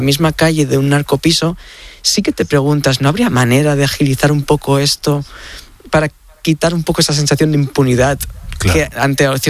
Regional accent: Tarragona, Catalonia, Spain; moved away as an adult; now in Madrid, Spain; Yo soy de Tarragona, vivo en Madrid desde el 2014

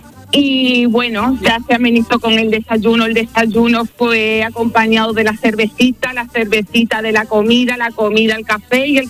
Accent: Almendralejo, Extremadura, Spain; Sí, yo soy de Almendralejo y sé que había gente de Almendralejo en Nueva York viendo España.

